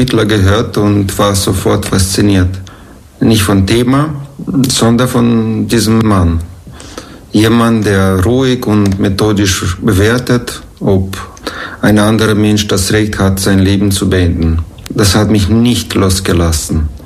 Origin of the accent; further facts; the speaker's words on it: Moldova; moved away as an adult; also born or lived in Bucharest / Vienna; now in Austria; Dokumentarfilmer. Ich komme ursprünglich aus Moldova oder Moldawien. Habe aber in Bukarest und Wien studiert und lebe seit 25 Jahren hier in Österreich.